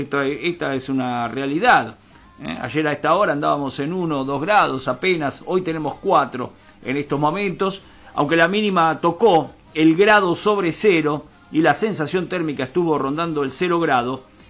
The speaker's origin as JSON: {"language": "Spanish", "country": "Argentina", "said": "los que somos argentinos, nos sentimos argentinos"}